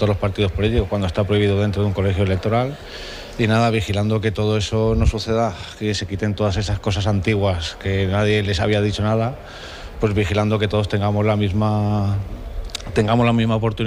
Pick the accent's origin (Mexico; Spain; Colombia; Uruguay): Spain; Alicante, Valencian Community; Sí, yo soy de Alicante y he venido a apoyar a la gente de Almería.